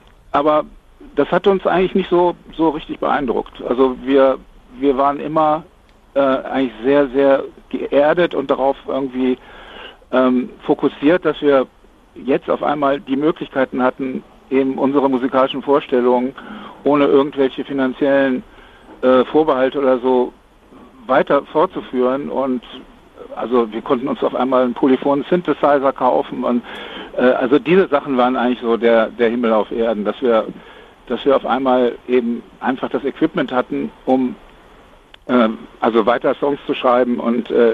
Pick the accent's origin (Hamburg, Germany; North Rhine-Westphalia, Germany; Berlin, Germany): North Rhine-Westphalia, Germany; wir kommen eigentlich alle drei aus Ostwestfalen